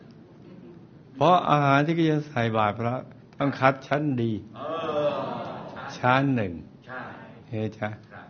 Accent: Ubon Ratchathani, Thailand; ะแล้วพ่อครับผมจะเป็นคนอุบลราชธานีชีวิตในวัยเด็กของผมเรียกว่าลำบากแสนเข็ญจนพ่อจนแม่ผมมีอาชีพทำนาท่านได้ส่งผมเรียนจนจบชั้นม.3ครับ

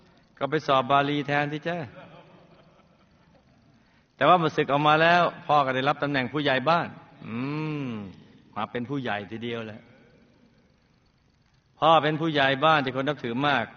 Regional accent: Nakhon Phanom, Thailand; born there; เกิดที่จังหวัดนครพนมในครอบครัวชาวนาเจ้าค่ะกระดูกสันหลังของโลกมีพี่น้อง8คนตัวลูกเป็นคนที่หนึ่งลูกมีชีวิตที่ลำบากมาตั้งแต่เด็กๆ

